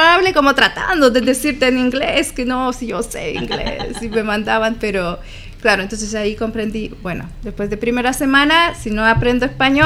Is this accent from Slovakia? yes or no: yes; Slovakia; Spanish is a second language; moved away as an adult; now in Chile; yo creo que somos 20 eslovacos hoy en día que vivimos en Chile.